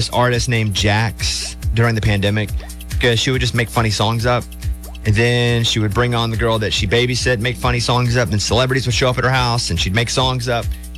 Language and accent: English; the South, United States; That's why I'm from the South, and I can't believe a waitress would just come up and kiss a baby.